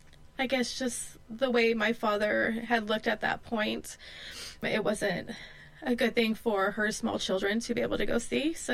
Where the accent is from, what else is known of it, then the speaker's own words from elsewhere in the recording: Hayward, California, United States; I grew up in the Bay Area from Hayward. I think I've lived in every inch of Hayward that you could think of.